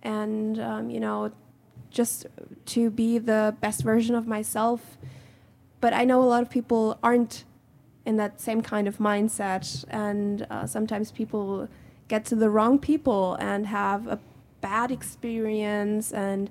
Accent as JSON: {"language": "English", "town": "Villingen-Schwenningen", "region": "Baden-Württemberg", "country": "Germany", "also_born_or_lived": "Furtwangen / Stuttgart", "said": "It's a little city called Villingen-Schwenningen."}